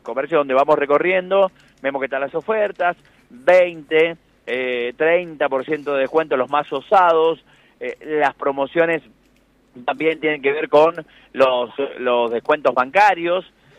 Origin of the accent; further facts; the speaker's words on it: Mendoza, Argentina; todos los mendocinos que estamos ya palpitando lo que va a ser el Día de la Madre